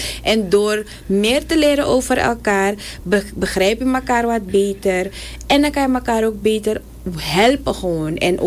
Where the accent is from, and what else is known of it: Suriname